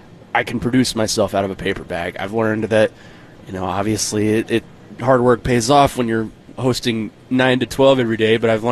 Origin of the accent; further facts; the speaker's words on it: Nashville, Tennessee, United States; growing up in Nashville